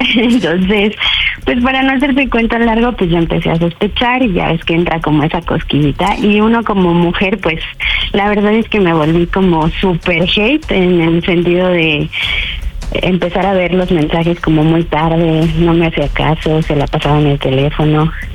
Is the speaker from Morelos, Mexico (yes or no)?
yes; Cuernavaca, Morelos, Mexico; Tengo 38 años y soy de Cuernavaca.